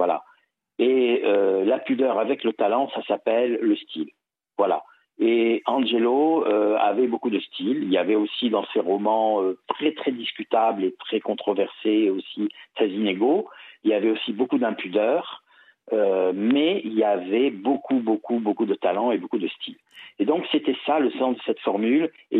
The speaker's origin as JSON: {"language": "French", "region": "Corsica", "country": "France", "said": "Je suis corse, vous êtes corse, on se connaît, nos villages ne sont pas si éloignés."}